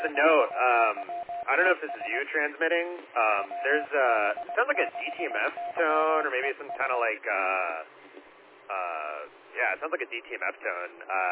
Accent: California, United States; I'm actually from the Morongo Basin

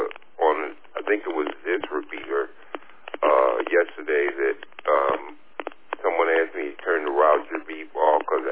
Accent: New York, United States; moved away as an adult; now in San Diego, United States; I grew up in Manhattan, between 148th and on 148th between Broadway and Amsterdam Avenue. And I still, even though I've been out here in San Diego for 56 years next month, I still claim to be a native New Yorker.

